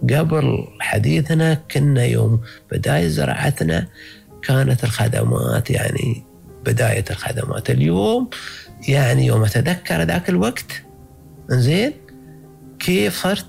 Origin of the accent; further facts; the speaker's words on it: United Arab Emirates; بمفهومنا نحن كاماراتيين